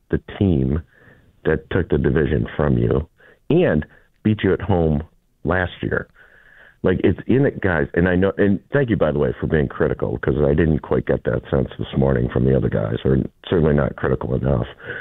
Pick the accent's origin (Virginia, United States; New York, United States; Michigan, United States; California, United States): New York, United States; Buffalo; So I'm more with you than against you. I grew up in Buffalo.